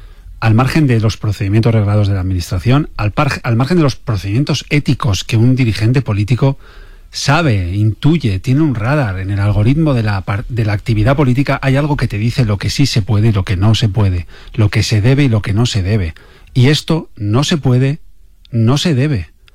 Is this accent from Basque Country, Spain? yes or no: yes; Bilbao, Basque Country, Spain; Es verdad, yo soy de Bilbao, se sabe